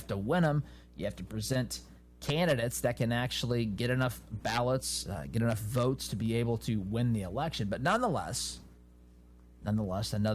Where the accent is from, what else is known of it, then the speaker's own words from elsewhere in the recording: Indiana, United States; I'm from Indiana